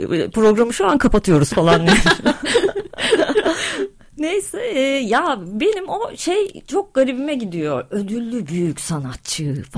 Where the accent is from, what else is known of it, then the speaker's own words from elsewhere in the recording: Gölcük, Kocaeli, Turkey; born there; Gölcük depremi oldu. Ben ortaokuldaydım o zaman. Biz başka bir şehre taşındık. Babamın memleketine taşındık.